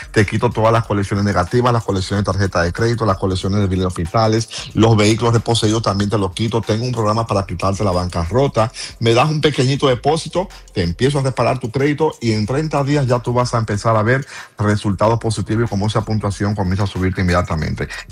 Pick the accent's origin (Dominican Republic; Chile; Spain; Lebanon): Dominican Republic; si quieres comprar una casa en la República Dominicana. Tú sabes que los fraudes allá en mi país y todo eso lo quiero y lo amo